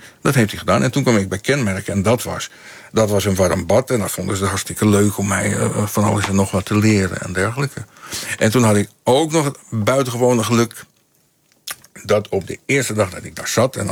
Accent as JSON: {"language": "Dutch", "country": "Netherlands", "tie": "born there", "said": "Ja, want ik ben in Nederland geboren."}